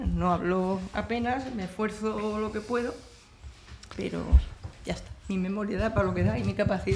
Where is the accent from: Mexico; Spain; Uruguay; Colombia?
Spain; Madrid, Community of Madrid; Yo vengo de Madrid también, he sido docente gran parte de mi vida, y aquí pues vine con gusto